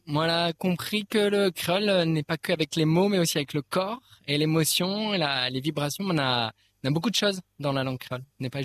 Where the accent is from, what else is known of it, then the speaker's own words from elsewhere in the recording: Lille, Hauts-de-France, France; moved away as an adult; also born or lived in Toulouse; now in Réunion, France; Avant ça, moi, on était à Toulouse. Avant ça, moi, on était à Lille. Moi, on est né à, moi, on est natif de Lille, pas de la Réunion, mais Lille du nord de la France